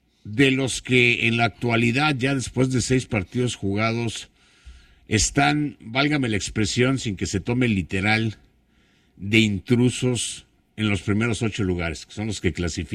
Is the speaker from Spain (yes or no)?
no; Mexico; Pocos somos los mexicanos que patriotas realmente somos patriotas.